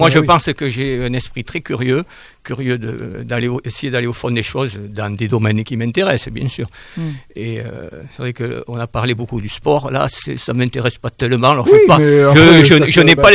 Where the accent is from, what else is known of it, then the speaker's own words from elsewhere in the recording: Hermes, Nouvelle-Aquitaine, France; born there; moved away; je suis revenu, je suis pas toujours resté, mais je suis revenu, où je suis né, à Hermes.